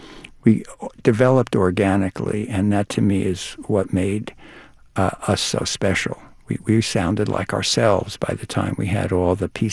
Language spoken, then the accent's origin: English; Brooklyn, New York, United States; And when I was growing up in Brooklyn, I would see the older kids on the corner hitting notes, as it were.